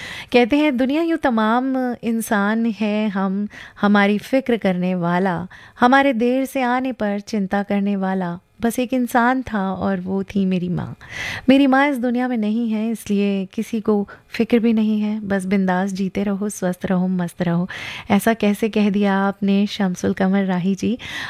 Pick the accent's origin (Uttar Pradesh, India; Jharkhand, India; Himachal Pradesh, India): Uttar Pradesh, India; Ghaziabad; मैं गाज़ियाबाद से हूँ, और मेरी फ़िक्र करने के लिए मेरे 3 भाई हैं